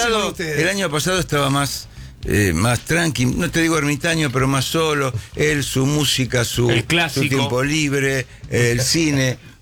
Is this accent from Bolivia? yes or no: no; Argentina; yo soy argentino.